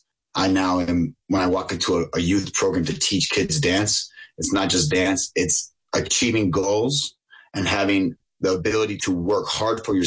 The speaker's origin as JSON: {"language": "English", "town": "Buffalo", "region": "New York", "country": "United States", "tie": "born or raised there", "said": "So I would not be who I am if I was not from Buffalo. I take Buffalo so serious, and I love Buffalo."}